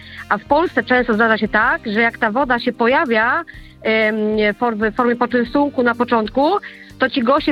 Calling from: Poznań, Greater Poland Voivodeship, Poland; ja jestem z Poznania

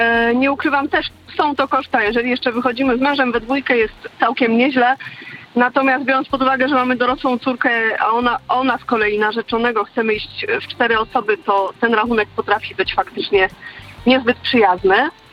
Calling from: Kraków, Lesser Poland, Poland; mieszkam w Krakowie

